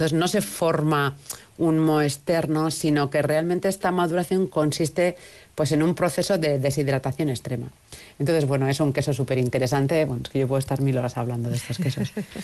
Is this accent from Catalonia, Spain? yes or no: no; Basque Country, Spain; Hay, como vascos, pues las montañas las reconocemos y sabemos, ¿no?